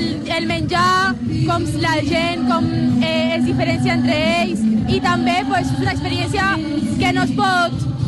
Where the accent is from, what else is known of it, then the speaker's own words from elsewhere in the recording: Barcelona, Catalonia, Spain; som del barri.